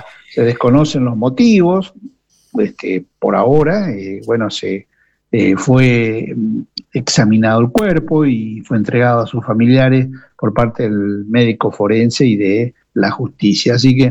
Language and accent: Spanish; Argentina